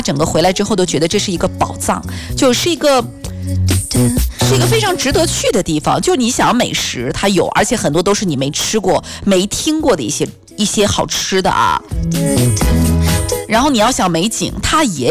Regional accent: Taiyuan, Shanxi, China; now in Fuzhou, China; 因为从小在这儿长大的吧，地道的山西太原人

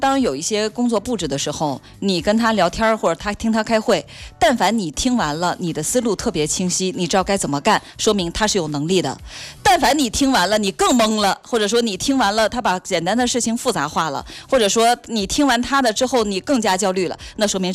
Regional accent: China; 跟我们中国人学中文，

